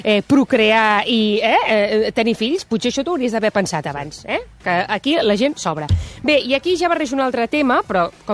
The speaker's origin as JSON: {"language": "Catalan", "town": "Badalona", "region": "Catalonia", "country": "Spain", "said": "No, a més, és que jo que sóc de Badalona, és veritat que les veig sempre amb el carrito de la compra"}